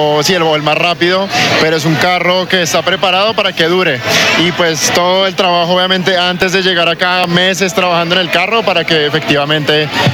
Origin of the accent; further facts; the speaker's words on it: Bogotá, Colombia; Así es, somos de Bogotá, todos los pilotos que venimos somos de Bogotá